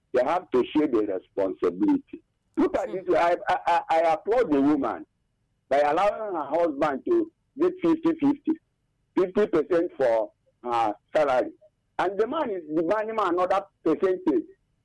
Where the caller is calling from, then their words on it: Isoko, Delta, Nigeria; I'm calling from Isoko.